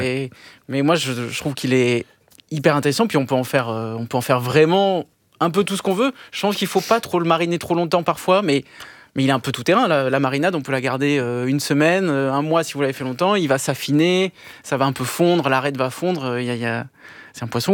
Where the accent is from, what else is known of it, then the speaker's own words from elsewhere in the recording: Bordeaux, Nouvelle-Aquitaine, France; born there; Moi, je suis né à Bordeaux.